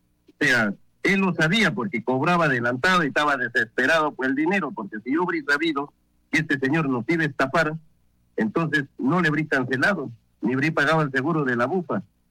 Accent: Ayacucho, Peru; dentro de nuestra jurisdicción del sur de Ayacucho hay gente sumisa, hay gente tímida, pero yo soy un luchador social

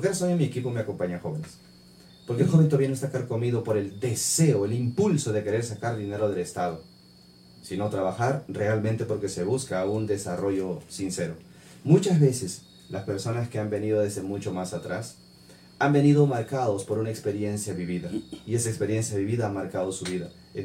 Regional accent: Villa Rica, Pasco, Peru; Yo soy de Villarrica.

